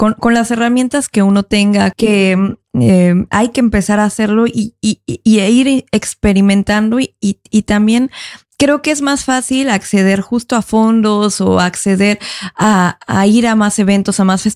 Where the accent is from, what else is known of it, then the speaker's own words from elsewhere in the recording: Mexico City, Mexico; Y yo vengo de Ciudad de México y Ciudad de México es una ciudad súper abierta